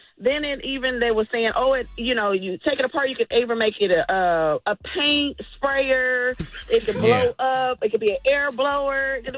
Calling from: Los Angeles, California, United States; I'm calling from Watts, California.

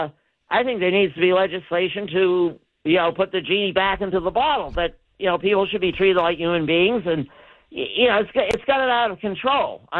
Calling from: York, Maine, United States; I live 500 meters from Nubble Light.

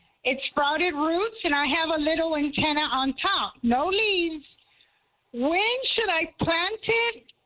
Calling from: Elmendorf, Texas, United States; Elmendorf.

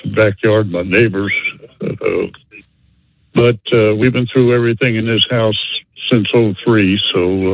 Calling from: Pensacola, Florida, United States; I live off Nine Mile Road in Pensacola.

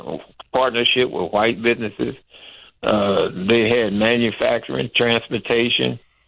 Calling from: the North, United States; I'm from the North.

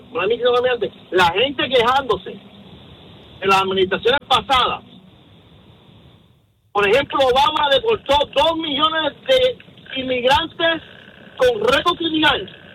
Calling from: Puerto Rico; Yo soy puertorriqueño

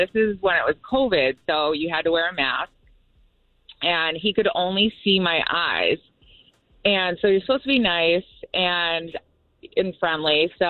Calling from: Rutland, Massachusetts, United States; So I'm from Rutland, like the middle of Massachusetts.

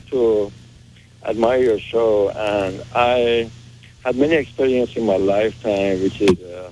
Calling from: Chicago, Illinois, United States; Yes, I'm calling from Chicago.

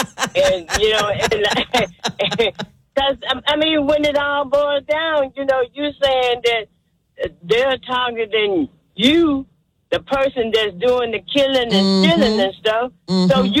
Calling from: Memphis, Tennessee, United States; From Memphis

